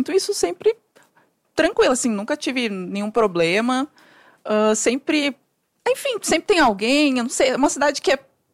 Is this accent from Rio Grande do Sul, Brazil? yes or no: yes; Porto Alegre, Rio Grande do Sul, Brazil; now in São Paulo, Brazil; Enfim, eu sou de Porto Alegre, mas moro aqui há 4 anos, em São Paulo.